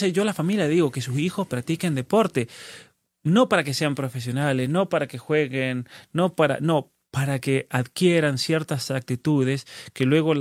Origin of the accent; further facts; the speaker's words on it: Barreal, San Juan, Argentina; moved away; una persona conocí a mi pueblo y me dice, nada bueno puede salir de ahí, de Barreal, de tu pueblo.